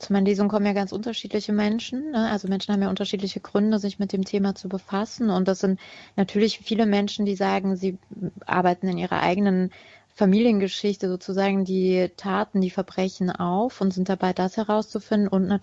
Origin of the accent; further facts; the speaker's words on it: Hermeskeil, Rhineland-Palatinate, Germany; Also wie gesagt, geboren und aufgewachsen in Hermeskeil und dann als Erwachsene in den 30ern plötzlich erst mit anderen Augen auf das zu gucken, was vergangen ist